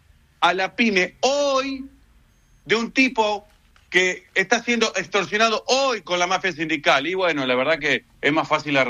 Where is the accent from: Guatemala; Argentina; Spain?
Argentina; Una pregunta que nos hacemos todos como argentinos, como personas que vivimos bajo un Estado de Derecho.